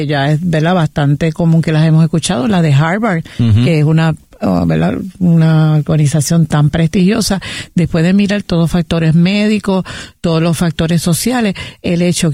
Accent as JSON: {"language": "Spanish", "region": "San Juan", "country": "Puerto Rico", "said": "soy una mujer puertorriqueña del barrio Caimito de Río Piedras."}